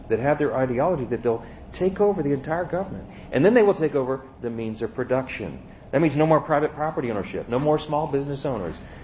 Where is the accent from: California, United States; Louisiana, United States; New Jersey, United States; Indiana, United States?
Louisiana, United States; In the old days, when I grew up in Louisiana